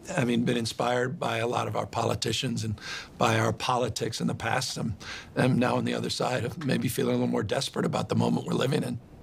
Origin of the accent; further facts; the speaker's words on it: California, United States; As an American, as a father, as a husband, as a guy who grew up in the Bay Area